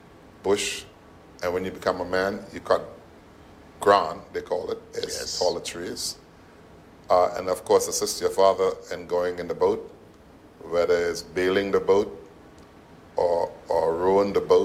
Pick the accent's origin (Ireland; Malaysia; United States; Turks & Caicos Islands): Turks & Caicos Islands; Bottle Creek, North Caicos; I grew up in North Caicos, spent most of my time in Bald Creek with my parents, attended primary school, and then was the North Caicos High School.